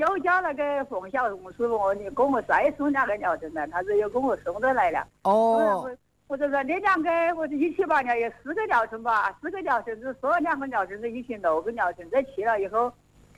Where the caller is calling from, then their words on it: Wuhan, Hubei, China; 我是东西湖的